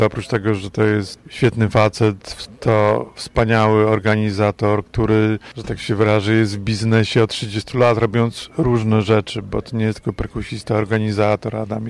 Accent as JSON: {"language": "Polish", "area": "Tricity", "region": "Pomeranian Voivodeship", "country": "Poland", "said": "ty i ja jesteśmy z Trójmiasta"}